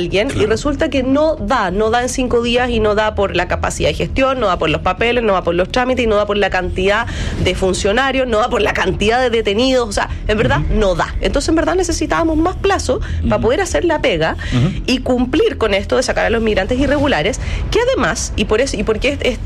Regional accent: Antofagasta, Chile; yo soy antofagastina, yo nací y crecí, estudié en Antofagasta

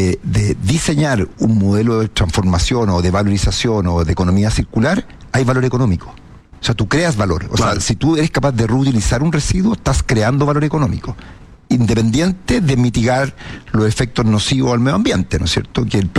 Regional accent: Chile; como sociedad chilena lo aprobemos medioambientalmente

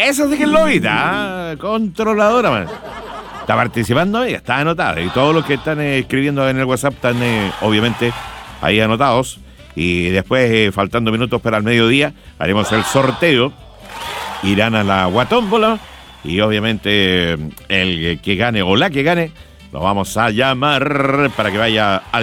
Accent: Quirihue, Ñuble, Chile; Mi abuelito allá en el campo de Quirihue, sí, yo les he contado, yo soy de Quirihue. De Quirihue he venido con mis dichos y decires.

